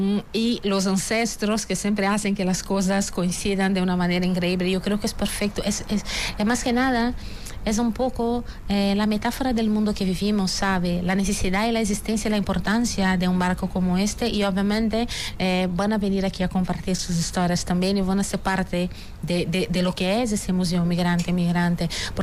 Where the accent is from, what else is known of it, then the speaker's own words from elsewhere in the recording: Brazil; now in Spain; y ahí hablo yo, la brasileña, que también es española, que sigue moviéndome por el planeta